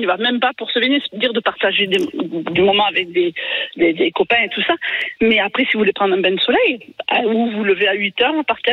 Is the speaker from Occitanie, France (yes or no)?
yes; Toulouse, Occitanie, France; Et moi, je suis de Toulouse de base.